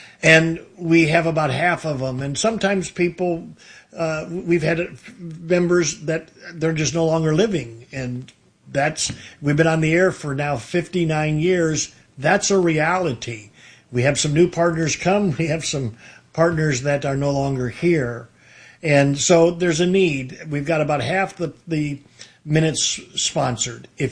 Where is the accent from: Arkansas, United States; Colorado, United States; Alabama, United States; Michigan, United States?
Michigan, United States; Detroit; also born or lived in Mount Clemens / Novi; now in Houston, United States; And I was born in Mount Clemens, and I was raised in downtown Detroit. I went to Cass Tech High School, and then when I left the city, I was living in Novi.